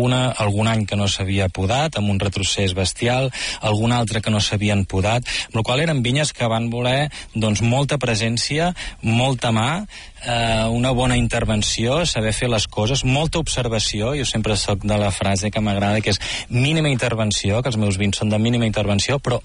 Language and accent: Catalan; Girona, Catalonia, Spain; now in L'Albera, Spain; Jo soc de Girona, aquesta també és bona, i estic aquí a l'Albera Visquent. Tinc arrels, aquí, tinc els meus besavis, que eren del poble del costat d'Espolla